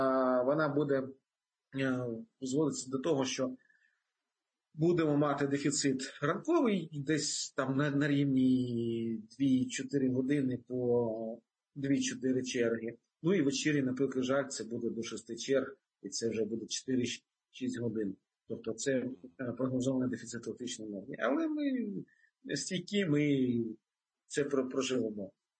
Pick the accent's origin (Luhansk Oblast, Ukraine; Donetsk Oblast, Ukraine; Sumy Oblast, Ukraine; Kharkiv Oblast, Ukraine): Kharkiv Oblast, Ukraine; Kharkiv; Харків – це унікальне місто. Я сам же з Харкова, прекрасно розумієте, це унікальне місто